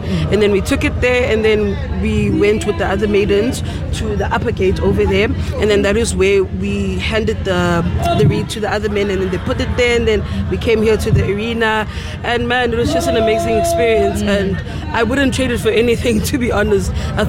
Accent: Durban, KwaZulu-Natal, South Africa; her big sister, and I'm originally from Durban. I came from Durban to here, so yeah, I'm a Durban girly by the way.

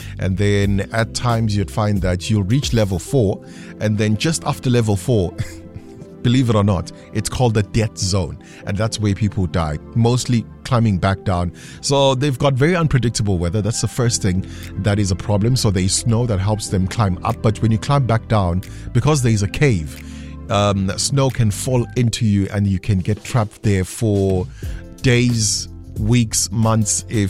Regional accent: South Africa; I'm South African anyway

